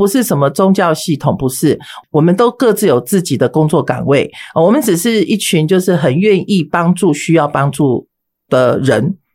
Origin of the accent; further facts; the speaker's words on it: Taiwan; 我父母都是外省人，都是外省，都是大陆人齁。好，那我是出生在台湾的外省的第二代。